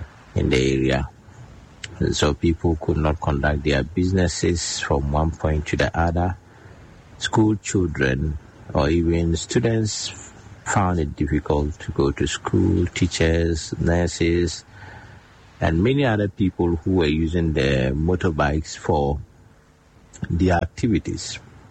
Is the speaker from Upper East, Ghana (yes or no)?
yes; Bawku, Upper East, Ghana; Boku is where I come from. I was born and raised in Boku